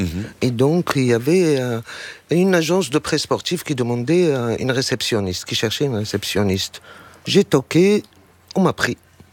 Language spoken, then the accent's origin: French; Morocco; born or raised there